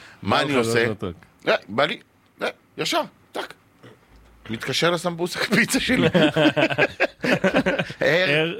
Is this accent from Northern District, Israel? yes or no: no; Bat Yam, Tel Aviv District, Israel; אני ילד בת ימי, גדלתי בבת ים